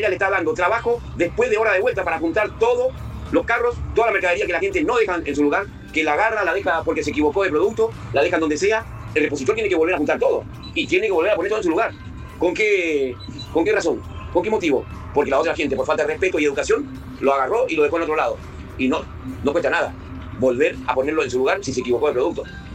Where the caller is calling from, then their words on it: Marcos Paz, Buenos Aires Province, Argentina; el camionero de Marcos Paz, el que le habla.